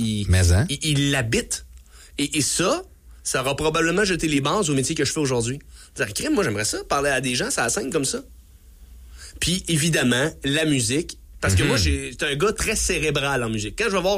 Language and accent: French; Saint-Norbert-d'Arthabaska, Quebec, Canada; Moi, je suis originaire de Saint-Norbert d'Arthabasca, la municipalité à côté.